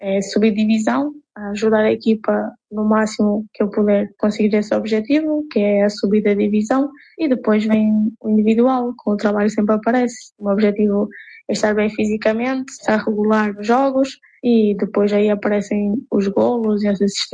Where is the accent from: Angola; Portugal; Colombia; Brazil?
Angola; born there; Como eu nasci em Angola, seria uma honra representar a seleção angolana.